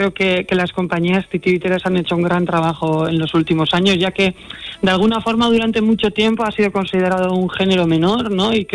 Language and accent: Spanish; Basque Country, Spain; venimos del País Vasco